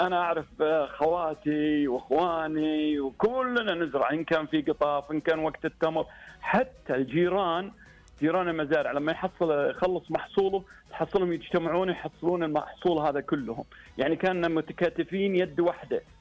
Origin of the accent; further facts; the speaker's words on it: Saudi Arabia; عندنا في المملكة العربية السعودية.